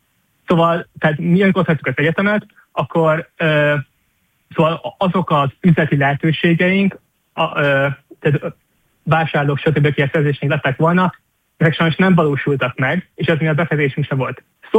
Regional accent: Szentes, Csongrád-Csanád, Hungary; moved away as an adult; also born or lived in Paris; én Szentesről vagyok. Ez egy kis alföldi település, ahol az ember nyilván nem hall startupokról, meg ilyesmi dolgokról.

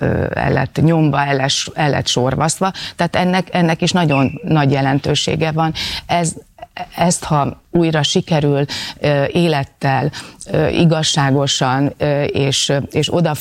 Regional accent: Sopron, Győr-Moson-Sopron, Hungary; én Sopronban az én koromban

